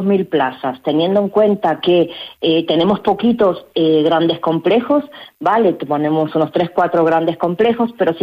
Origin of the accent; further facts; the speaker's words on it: Andalusia, Spain; para hacer turismo en mi tierra, ¿no? En el propio geoparque, como nos gusta hacer a muchas personas que vivimos por aquí.